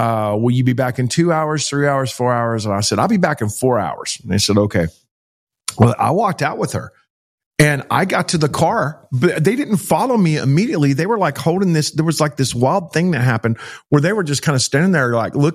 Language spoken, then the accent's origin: English; Texas, United States; Like, hey, what's going on? I'm from Texas. Where y'all from?